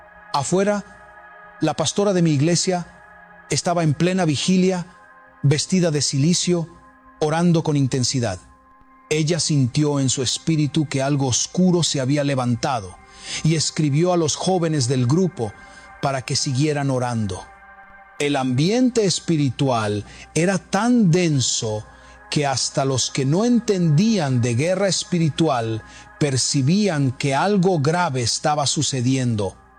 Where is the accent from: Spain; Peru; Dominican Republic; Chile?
Dominican Republic; soy de República Dominicana